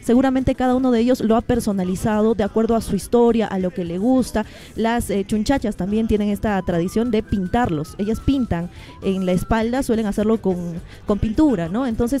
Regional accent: Cusco, Peru; Yo soy cusqueña, allí hace frío, pero me ha chocado bastante al momento de llegar porque aquí hace más frío todavía.

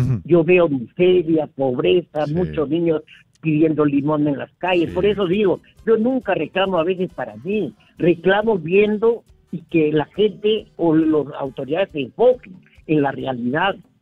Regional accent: Chicama Valley, La Libertad, Peru; Yo soy del Valle Chicana, de los hacendados, trabajadores, mi viejo trabajaba.

